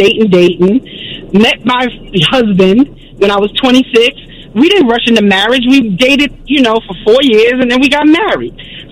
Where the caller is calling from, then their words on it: New Jersey, United States; I'm calling from Jersey.